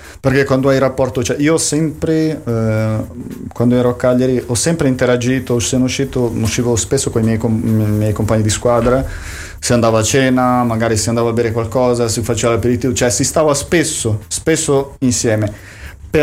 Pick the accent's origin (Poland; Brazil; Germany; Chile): Brazil; now in Sardinia, Italy; noi veniamo dal Brasile